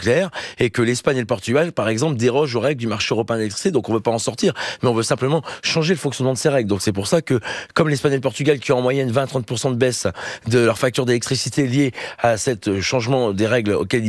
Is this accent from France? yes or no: yes; Hauts-de-France, France; moi je suis du Nord, donc Gravelines à Dunkerque, je sais très bien comment est positionnée, fonctionne cette centrale nucléaire